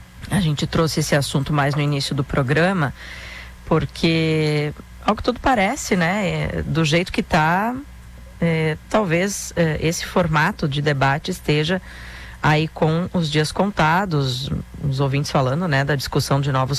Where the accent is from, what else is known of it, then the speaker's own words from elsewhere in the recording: Brazil; nós, como brasileiros, eleitores